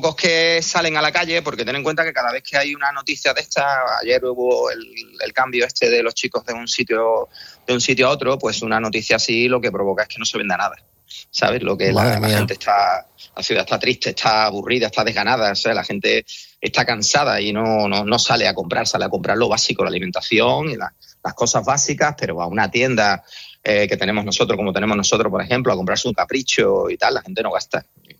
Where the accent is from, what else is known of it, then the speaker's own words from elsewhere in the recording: Spain; now in Ceuta, Spain; yo soy español antes que comerciante